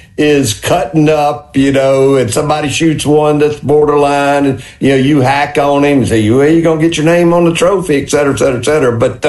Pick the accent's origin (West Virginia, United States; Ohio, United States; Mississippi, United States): Mississippi, United States; I grew up in Walthall County on a farm